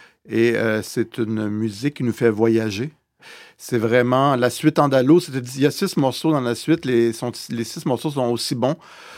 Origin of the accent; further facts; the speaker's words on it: Quebec City, Quebec, Canada; J'étais au petit séminaire de Québec. Hein, donc, j'ai grandi dans le Vieux-Québec. Pour moi, être entouré de tourisme, c'était normal.